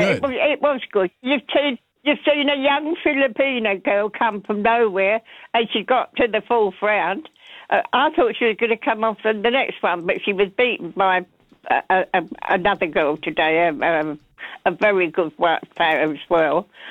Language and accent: English; England, United Kingdom; moved away; Well, I'm come from England, as you can tell, but I am a citizen. Our family's all a citizen.